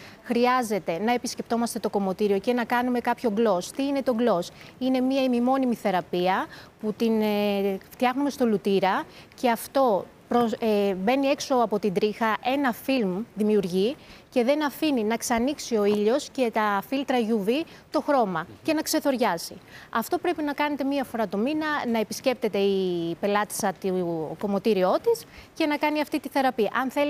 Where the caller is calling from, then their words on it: Koutsopodi, Peloponnese, Greece; Και είμαι από χωριό η καταγωγή μου